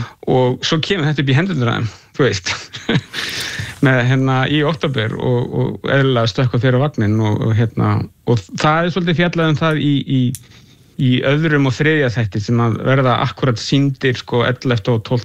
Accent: Capital Region, Iceland; born or raised there

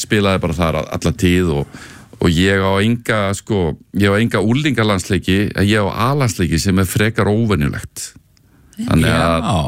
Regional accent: Hafnarfjörður, Capital Region, Iceland; en ég ólst upp í Hafnarfjörði fyrst á Holtinu hjá M og Afa og svo fluttum við á Sléttarhraunið sem ekki langt frá Kaplakrika í Hafnarfjörði og gekk fyrst í Víðistaðaskóla fyrstu tvö árin

